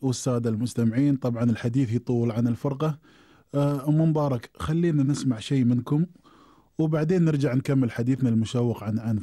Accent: Qatar; عندنا في قطر.

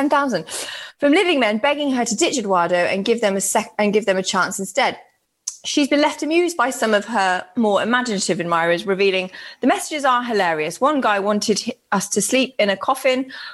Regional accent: Birmingham, West Midlands, United Kingdom; maybe I'm just going, I'm from Birmingham

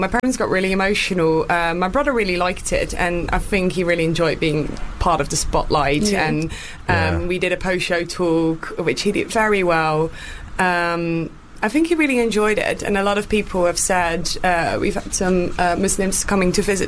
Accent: Netherlands; because I'm from the Netherlands and Claudia's from Italy

